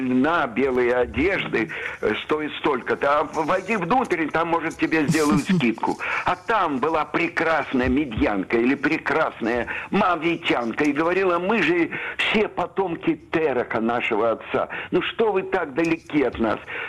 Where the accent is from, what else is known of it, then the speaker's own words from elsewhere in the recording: Odesa, Odesa Oblast, Ukraine; moved away; я жил в коммунальной квартире все детство в Одессе.